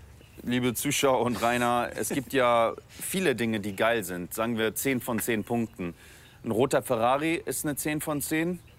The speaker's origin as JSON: {"language": "German", "region": "Northern Germany", "country": "Germany", "tie": "born there", "said": "Also beide aus Polen und ich bin in Norddeutschland geboren schon."}